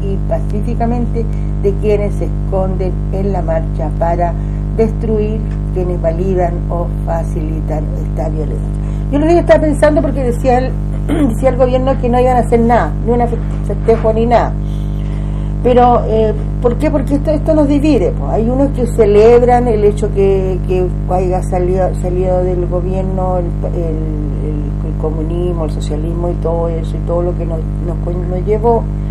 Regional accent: Chile; somos todos chilenos.

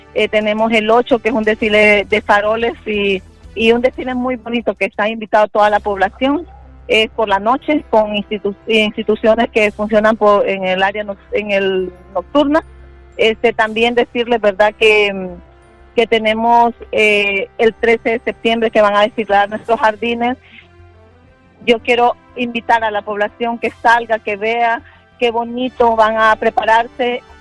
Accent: Honduras; Tenemos nosotros como hondureños que engrandecer nuestra patria.

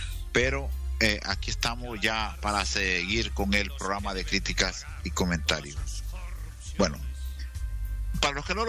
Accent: Honduras; Yo, en lo particular, como hondureño, quiero agradecerles

